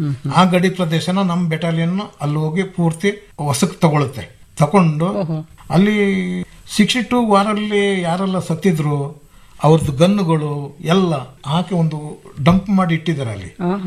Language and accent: Kannada; Kodagu, Karnataka, India; born or raised there